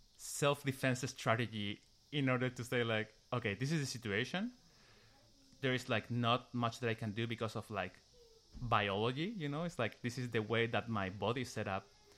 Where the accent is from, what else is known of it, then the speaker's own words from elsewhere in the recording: Santiago, Santiago Metropolitan Region, Chile; accent: Chilean Spanish; English is a second language; moved away; I am from Santiago, Chile. … soy de Santiago, de Chile.